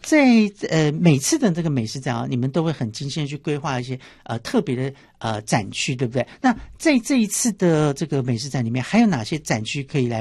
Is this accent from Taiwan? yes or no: yes; Taiwan; 我们身为客家人，我每年一定去逛客家馆